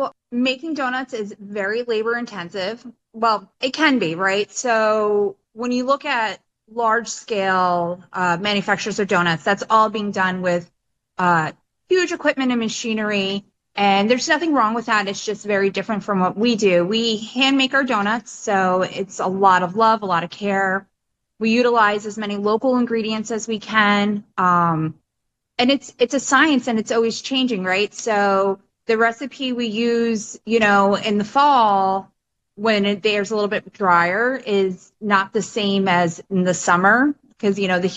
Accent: Kingston, New York, United States; also born or lived in Portland, Maine; And, you know, I grew up in the Kingston City school system. And then in my 20s, I went to Portland, Maine for a while and then came back home. So I'm a local.

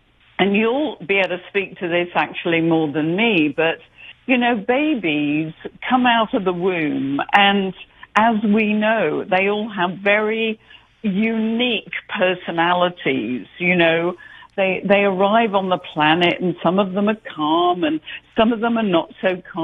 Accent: England, United Kingdom; So when I was growing up in England

